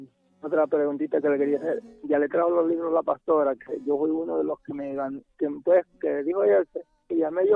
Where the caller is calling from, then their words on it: Nacaome, Valle, Honduras; Pertenezco a Nacaome, soy de una aldea, pero allí a Nacaome